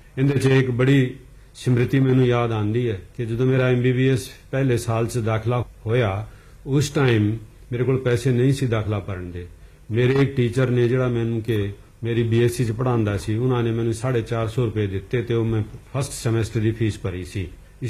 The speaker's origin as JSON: {"language": "Punjabi", "area": "Firozpur district", "region": "Punjab", "country": "India", "tie": "born there", "said": "ਉਸ ਜ਼ਮਾਨੇ 'ਚ ਸਾਡੇ ਆਪਣੇ ਡਿਸਟ੍ਰਿਕਟ ਫਿਰੋਜ਼ਪੁਰ 'ਚ ਮੈਨੂੰ ਭੇਜਿਆ ਗਿਆ ਸੀ ਪਾਕਿਸਤਾਨ ਬਾਰਡਰ 'ਤੇ।"}